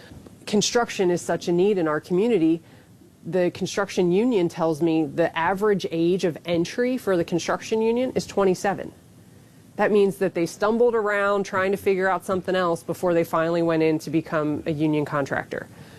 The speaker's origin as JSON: {"language": "English", "region": "East Coast", "country": "United States", "moved": "yes", "lives_now": "California, United States", "said": "I'm from the East Coast, so it's different."}